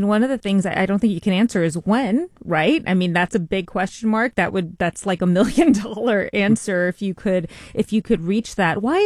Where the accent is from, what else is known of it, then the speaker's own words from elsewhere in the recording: California, United States; So I'm from Southern California, as I just mentioned